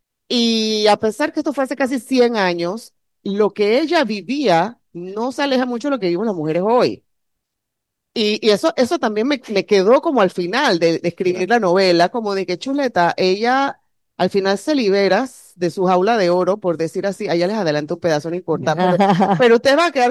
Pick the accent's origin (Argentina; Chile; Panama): Panama; born there; accent: Cuban; mi crianza, aunque yo nací en Panamá, mi crianza de mi casa fue muy cubana. O sea, fue muy cubana en costumbres, en amistades, en gente que iba a mi casa.